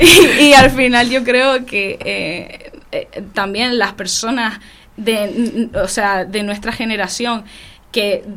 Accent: Las Palmas de Gran Canaria, Canary Islands, Spain; born there; yo soy del barrio de Chamán, y yo cuando tenía 11 años me tuve que ir del barrio de Chamán porque la rentista quiso quitar a mi familia de 6 miembros porque su hijo se iba a casar y le quería dar la casa.

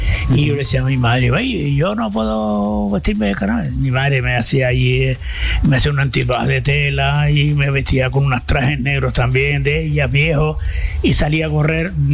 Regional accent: Santa Cruz de Tenerife, Canary Islands, Spain; also born or lived in Telde, Gran Canaria; Lo que pasa es que con un añito me trajeron para Tenerife, concretamente al pueblo Alfaro Chicharrero del Barrio Nuevo, uh-huh. Y bueno, soy un chicharrero, aunque por mis venas siempre corre un poquito de sangre canariona, que mis abuelos eran canarios. Mi madre era cubana, pero mis abuelos eran canariones.

